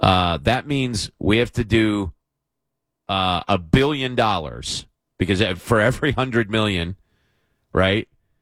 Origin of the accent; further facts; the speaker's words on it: Kentucky, United States; now in San Diego, United States; I'm from Kentucky